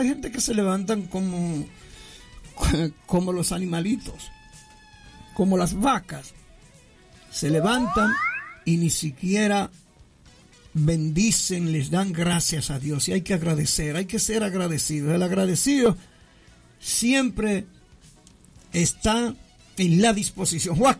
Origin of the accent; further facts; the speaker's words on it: Dominican Republic; Donde quiera que vamos, nos identificamos como que somos dominicanos.